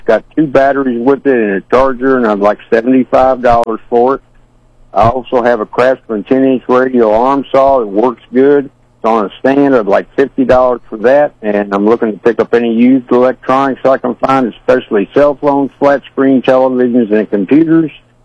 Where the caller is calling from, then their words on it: Slater, Missouri, United States; I'm calling from Slayton.